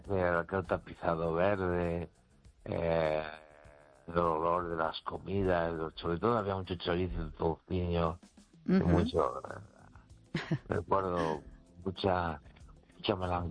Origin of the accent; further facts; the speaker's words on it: Galicia, Spain; Y mi pueblo está a unos 9 kilómetros o 8 de los Peares. Está en la altura de la montaña. Y entonces bajábamos en los Peares.